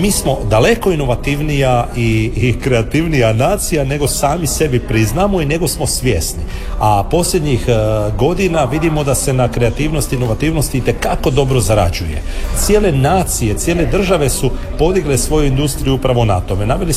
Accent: Croatia

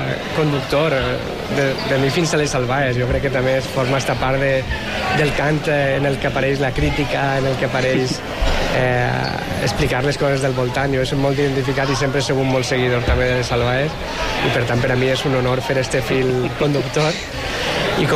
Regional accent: Xàtiva, Valencian Community, Spain; born there; Jo vaig néixer aquí, així al costat de la Font de Lleó, dos dies abans de la fira

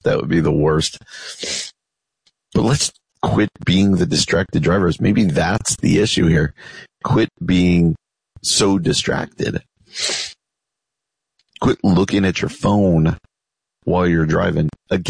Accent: New Jersey, United States; moved away as an adult; now in Midwest, United States; my home state of New Jersey. I grew up in New Jersey. I've been a Midwesterner for a long time. I basically moved out here in 1995 to go to Wheaton College and have been out here more or less ever since.

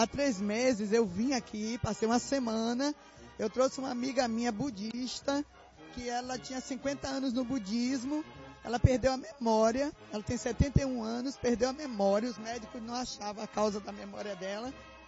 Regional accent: Itabuna, Bahia, Brazil; eu vim de Itabuna, Bahia, 24 horas de viagem, estou aqui para receber mais bênção de Deus.

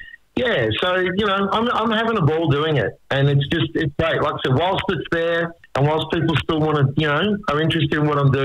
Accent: Sydney, New South Wales, Australia; I'm from Sydney

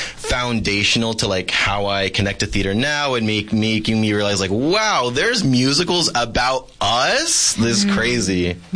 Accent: Downey, California, United States; doing productions out in towns like Whittier, near where I grew up in Downey.

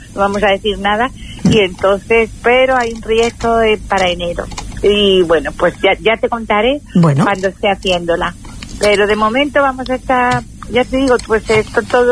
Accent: Málaga, Andalusia, Spain; moved away

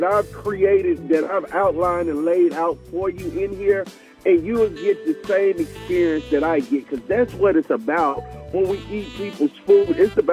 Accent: Mississippi, United States; my father was Creole, as a matter of fact, and that's who really influenced that in me while I was growing up in Mississippi.

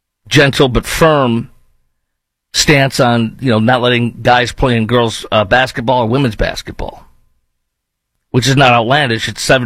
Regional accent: Chicago, Illinois, United States; Now I grew up in Chicago during the time of the Bulls with the three-peat, the four-peat, the five-peat

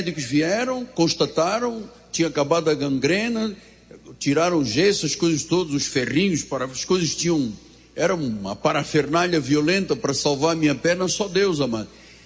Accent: Angola; Claro, sou de Angola. Ué, mas você não é negro? Eu falei, não sou negro, sou branco de Angola.

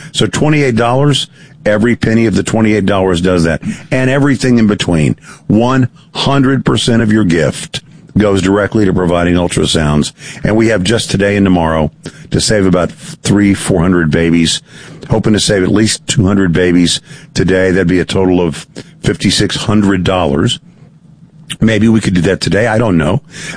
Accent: Dallas, Texas, United States; I was born in Dallas. I'm a native Texan.

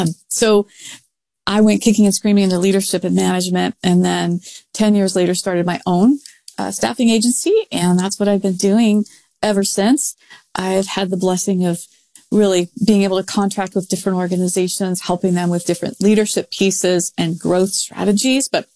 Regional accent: Pennsylvania, United States; I spent the first 10 years of my life in Pennsylvania, grew up in the Pocono Mountains.

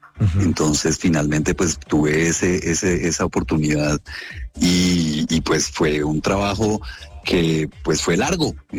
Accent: Manizales, Caldas, Colombia; Yo me crié en Manizales en los 80s, entonces yo lo que vi fue Traquetos.

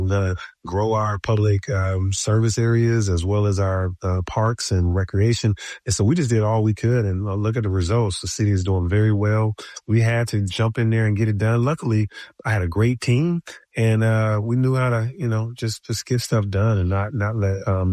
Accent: Atlanta, Georgia, United States; I mean, I grew up in Atlanta.

